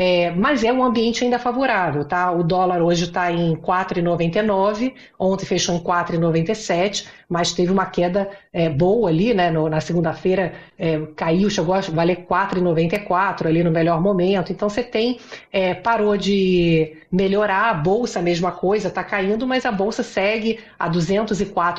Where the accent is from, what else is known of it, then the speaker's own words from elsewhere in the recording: Rio de Janeiro, Brazil; now in São Paulo, Brazil; eu sou carioca, e eu me lembro que assim que eu cheguei em São Paulo